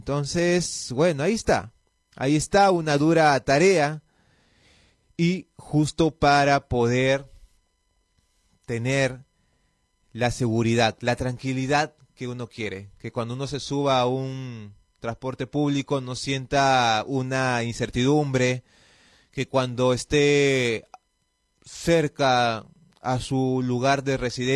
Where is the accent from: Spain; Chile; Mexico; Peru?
Peru; a nosotros como peruanos y peruanas.